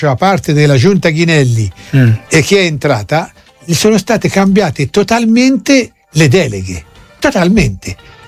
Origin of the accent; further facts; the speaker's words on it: Arezzo, Tuscany, Italy; io che sono di Pescaiola